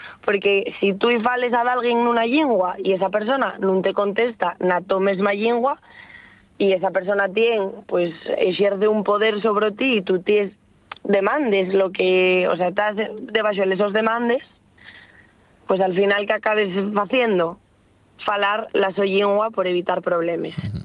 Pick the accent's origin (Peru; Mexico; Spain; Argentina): Spain; Asturias